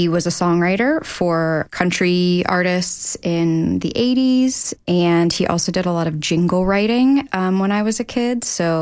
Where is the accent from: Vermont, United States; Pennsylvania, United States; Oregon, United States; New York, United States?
Pennsylvania, United States; Gibsonia; I grew up in the North Hills in Gibsonia